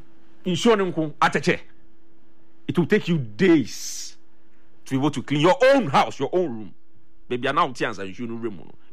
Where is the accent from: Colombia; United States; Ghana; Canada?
Ghana; Mamobi, Greater Accra; I grew up in Mamobi. We knew what happened in Alajo.